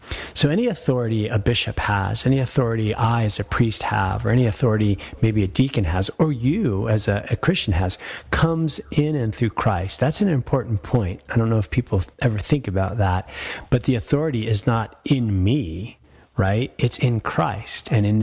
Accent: Denver, Colorado, United States; the parish that I grew up in was in Denver

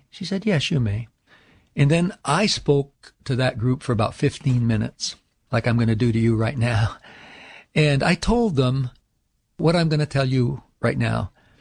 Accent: United States; accent: American; And she could tell right away that I was an American by my accent and my English.

